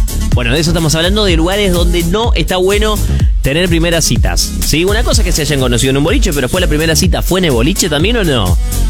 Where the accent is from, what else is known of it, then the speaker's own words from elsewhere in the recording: Corrientes, Argentina; Hay una plaza en esquina Corrientes, digamos, de donde yo soy